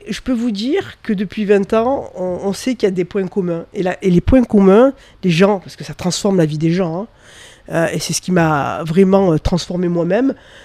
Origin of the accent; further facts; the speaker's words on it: Tunisia; Je suis tunisienne, j'ai la double nationalité.